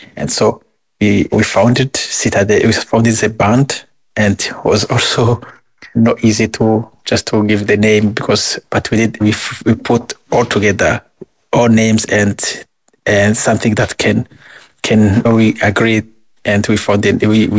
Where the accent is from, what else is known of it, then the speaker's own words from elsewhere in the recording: Burundi; it was like myself, I'm from Burundi, and in East Africa there are some other people coming from Zimbabwe, South Africa, Ukraine, Russia